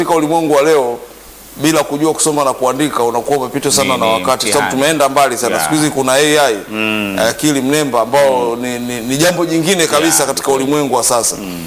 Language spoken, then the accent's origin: Swahili; Simiyu, Tanzania; mkoa wangu una wasomi sana, sababu mimi natoka Simiyu.